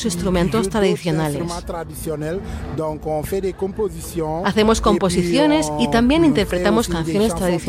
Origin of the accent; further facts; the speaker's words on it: Senegal; Spanish is a second language; now in Montreal, Canada; Formo parte de los … Vengo de Senegal, pero estoy radicado aquí, en Montreal, Quebec, Canadá.